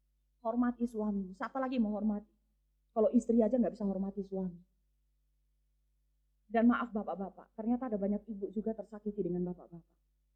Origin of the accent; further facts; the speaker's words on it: Soe, East Nusa Tenggara, Indonesia; also born or lived in Kupang; Padahal daerah saya tuh daerah dingin. Saya orang Kupang, saya orang Soe gitu ya. Soe dingin saudara.